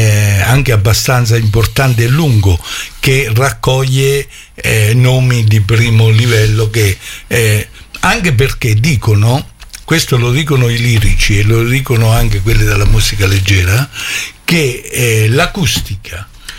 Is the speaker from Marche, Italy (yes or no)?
yes; Macerata, Marche, Italy; Noi che siamo di Macerata, o comunque amiamo Macerata